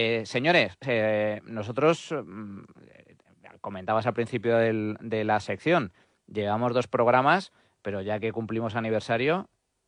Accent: Spain

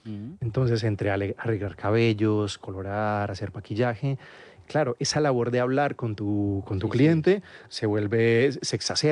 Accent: Medellín, Antioquia, Colombia; also born or lived in Marinilla / Manizales / Turbo / Montería; A ver, empezamos Yo nací en Medellín, después de eso mis padres se fueron a Marinilla

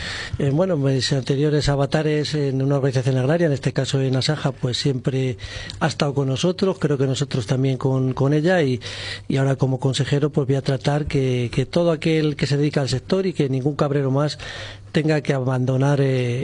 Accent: Arévalo, Castile and León, Spain; nosotros arevales. Somos de la Moraña, somos de Arévalo, bueno, pues tenemos más relación quizá con las provincias, con el sur de Valladolid, con Segovia, con Salamanca, y bueno, pues a Ávila siempre solo íbamos o a los médicos

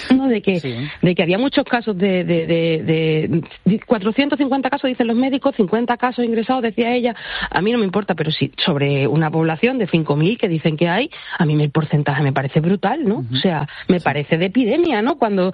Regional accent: Spain; Yo no necesito que ellos nos digan a nosotros que nosotros somos españoles. Nosotros ya lo sabemos. O sea, nosotros sabemos que somos españoles

